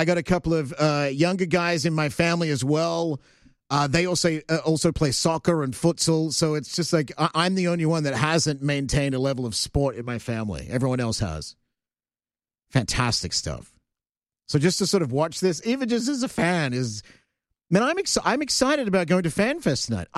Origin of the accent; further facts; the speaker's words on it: Australia; also born or lived in British Columbia, Canada; now in Canada; we as Australians